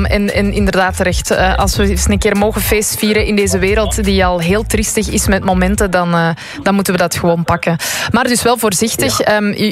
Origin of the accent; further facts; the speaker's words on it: Antwerp, Flanders, Belgium; Ik kom zelf van Antwerpen